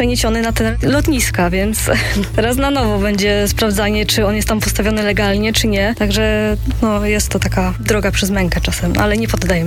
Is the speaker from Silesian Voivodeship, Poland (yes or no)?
yes; Gliwice, Silesian Voivodeship, Poland; now in Katowice, Poland; ja jestem z Gliwic, od ponad roku mieszkałam w Katowicach